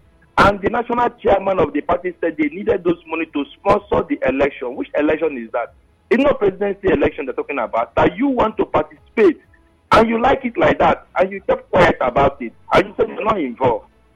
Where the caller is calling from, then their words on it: Nigeria; I am a Nigerian